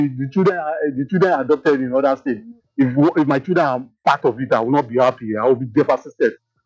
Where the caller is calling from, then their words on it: Nigeria; I'm a Nigerian like you and every other person